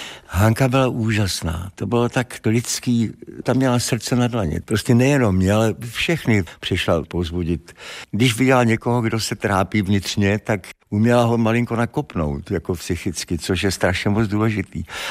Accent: Moravia, Czechia; Vyrůstal jsem v rodinném domku na Moravě.

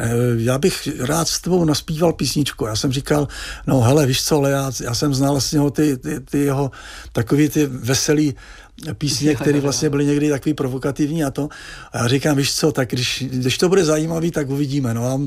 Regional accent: Moravia, Czechia; Asi tím, že pocházím tam z Drahotu, z Moravy, tam jako, že jsem tam jako na tom

